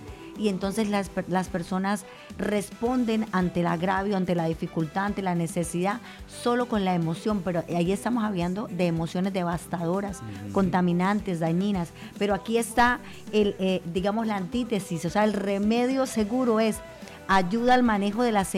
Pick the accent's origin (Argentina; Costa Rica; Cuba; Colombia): Colombia; Sardinata, Norte de Santander; born there; Mis raíces son de Sardinata, norte de Santander.